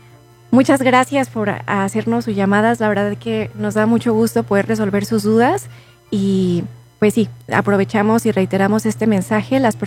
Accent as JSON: {"language": "Spanish", "country": "Mexico", "said": "Es un derecho que tenemos como ciudadanos mexicanos si cumplimos con la mayoría de edad."}